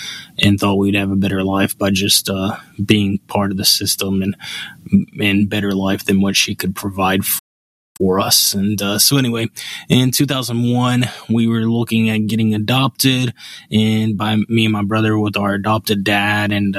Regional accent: Birmingham, Alabama, United States; so I grew up in West End in Birmingham, and if you know anything about that area, it was a place, it's a place that's not very safe, crime rates high, and just a dangerous area

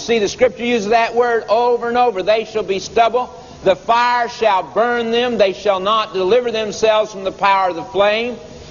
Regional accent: Oklahoma, United States; Boy, I was raised in Oklahoma.

